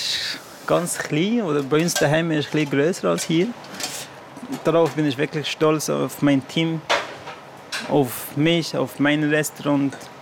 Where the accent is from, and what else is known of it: Afghanistan; German is a second language; now in Wabern, Switzerland